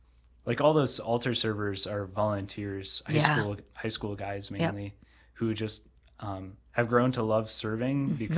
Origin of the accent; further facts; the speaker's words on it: Eden, United States; moved away; My first Sunday Mass was at home in Eden, my home parish, Sacred Heart.